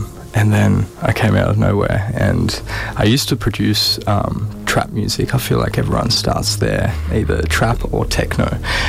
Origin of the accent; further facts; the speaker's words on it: Canberra, Australian Capital Territory, Australia; now in Brisbane, Australia; A great community here in Brisbane too. I came from Canberra, so yeah, the bar was pretty low when I was there.